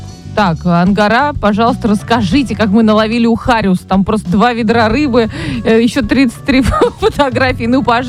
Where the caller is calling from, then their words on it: Irkutsk, Irkutsk Oblast, Russia; Добрый вечер. Я из Иркутска.